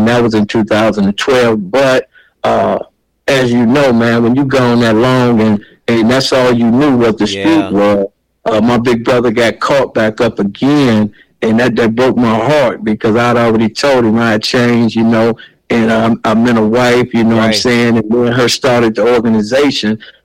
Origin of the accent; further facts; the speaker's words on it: United States; growing up in the Black Bottoms